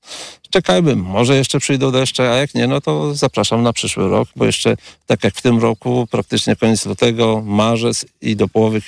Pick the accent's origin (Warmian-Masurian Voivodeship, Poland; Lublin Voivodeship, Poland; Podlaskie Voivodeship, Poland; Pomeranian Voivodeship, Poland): Podlaskie Voivodeship, Poland; Wizna; Tak, jestem z Wizny i tutaj jestem rolnikiem.